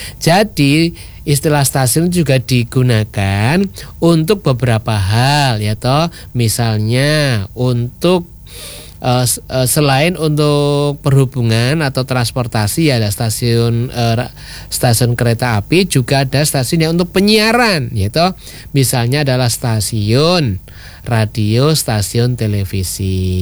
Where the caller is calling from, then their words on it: Special Region of Yogyakarta, Indonesia; Saya dari Jalan Pantai Trisik Kunjam stasiun RRI Mas.